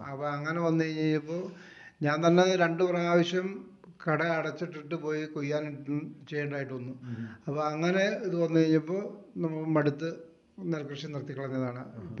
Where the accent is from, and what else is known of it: Rajakumari, Kerala, India; born or raised there